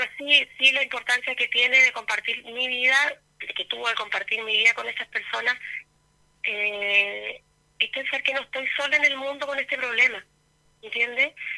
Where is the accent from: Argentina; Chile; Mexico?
Chile; Ancud, Los Lagos; soy de Ancud, tengo 50 años